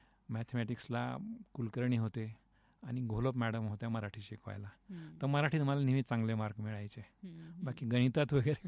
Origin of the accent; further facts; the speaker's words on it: Beed, Maharashtra, India; born there; moved away; also born or lived in Ahmednagar (Ahilyanagar), Maharashtra; मराठवाडा तसा शांत, थोडा मागास जरी असला तरी माझं लहानपण तिथे गेल्यामुळे मला तो कधीच मागास वाटला नाही. पण ठीक होतं, डोंगर दऱ्या आहेत, पावसाळा चांगला निसर्ग असायचा, माणसं साधी भोळी, बरं वाटायचं, चांगलं गेलं लहानपण माझं तसं.